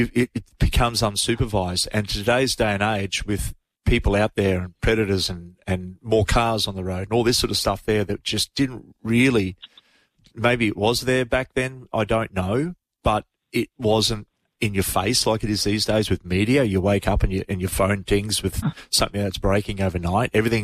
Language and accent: English; Gold Coast, Queensland, Australia; I'm in my 50s. Let's go back to when I was a kid, and this isn't about me by any means, but as a kid, growing up on the Gold Coast as a junior, and I would ride a bike from Coomera to Main Beach.